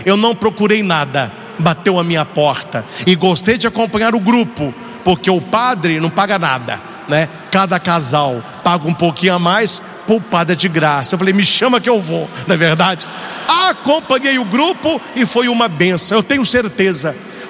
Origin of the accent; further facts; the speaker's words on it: Itaúna, Minas Gerais, Brazil; moved away; Em Itaúna, minha terra natal, onde mora minha mãe